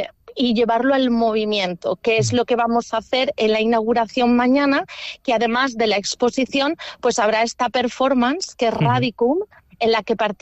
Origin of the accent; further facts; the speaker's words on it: Xàtiva, Valencian Community, Spain; moved away; y la gran mayoría de ellas, 20 y pico mujeres, somos de Xàtiva.